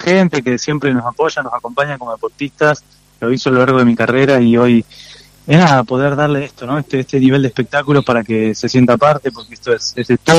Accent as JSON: {"language": "Spanish", "town": "Rosario", "region": "Santa Fe", "country": "Argentina", "said": "nosotros como ciudad de Rosario, como provincia de Santa Fe, como país Argentina"}